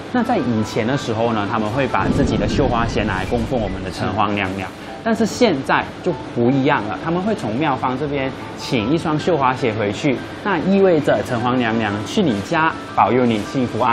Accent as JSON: {"language": "Chinese", "country": "Malaysia", "said": "我本身是马来西亚的学生。"}